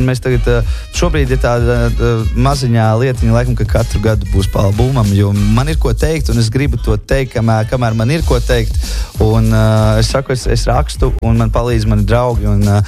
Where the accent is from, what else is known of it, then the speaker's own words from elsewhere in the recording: Jelgava, Zemgale, Latvia; kur mēs tiekamies Jelgavā 26. Manā dzimtajā pilsētā